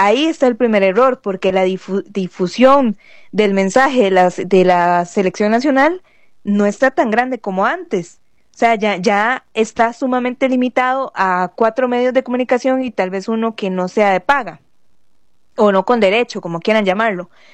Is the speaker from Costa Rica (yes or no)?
yes; Costa Rica; como buenos ticos y futboleros que somos